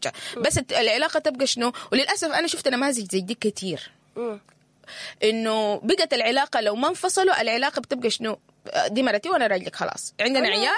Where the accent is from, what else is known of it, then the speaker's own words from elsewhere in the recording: Sudan; يعني إحنا كمجتمع سوداني